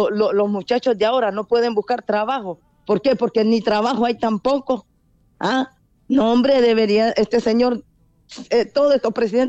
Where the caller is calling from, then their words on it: El Progreso, Yoro, Honduras; aquí del Progreso Lloro.